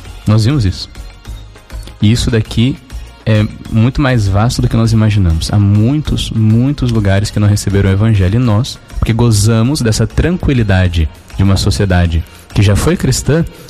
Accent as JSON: {"language": "Portuguese", "country": "Brazil", "said": "eu sou brasileiro"}